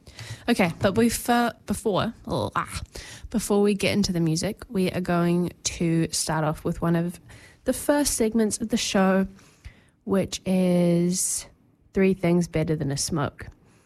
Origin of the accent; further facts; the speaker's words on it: Scotland, United Kingdom; As a Scottish person